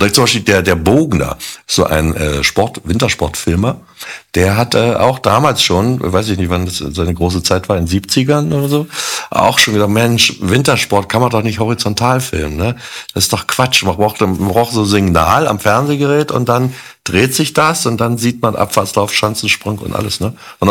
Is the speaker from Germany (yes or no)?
yes; Berlin, Germany; Weil ich eben halt ja auch als Berliner gesehen habe, dass nach dem Mauerfall, wo die ganzen Ruinen da rumstanden